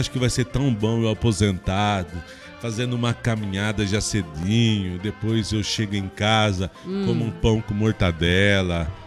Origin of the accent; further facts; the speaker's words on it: Minas Gerais, Brazil; Trem mineiro, sou.